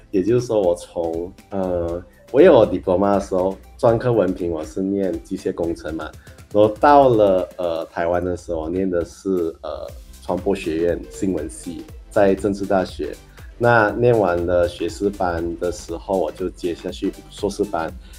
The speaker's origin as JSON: {"language": "Chinese", "country": "Malaysia", "also_born_or_lived": "Taiwan", "accent": "Malaysian accent (马来腔)", "moved": "as an adult", "said": "因为像我们在台湾念书的时候，其实他们会容易会发觉其实我们马来西亚华人讲的华语会有一些腔调，他们说马来腔"}